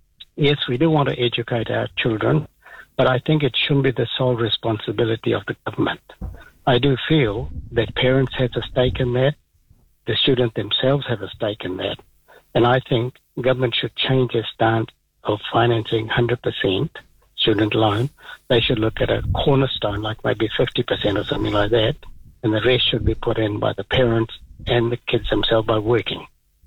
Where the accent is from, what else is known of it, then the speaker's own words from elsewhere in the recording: New Zealand; Hey, this debt is quite a problem for as a Kiwi, and I feel collectively we need to do something in order to bring that down.